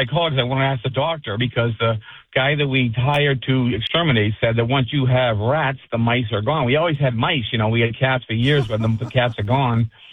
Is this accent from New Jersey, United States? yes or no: no; Merrimack Valley, Massachusetts, United States; I grew up in the Merrimack Valley, and I worked at a chicken farm when I was younger, and I'm no stranger to rats. So I live in Tewksbury now